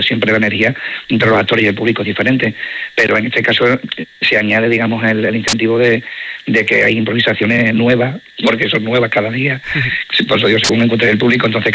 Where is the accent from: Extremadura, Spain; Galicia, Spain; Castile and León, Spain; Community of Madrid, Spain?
Extremadura, Spain; somos extremeños, compañía extremeña, actores extremeños